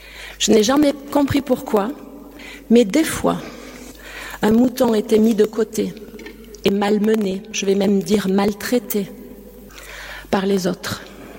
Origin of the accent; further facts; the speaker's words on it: Occitanie, France; j'ai grandi dans le Gard et je peux vous assurer qu'il n'y a pas d'herbe en été.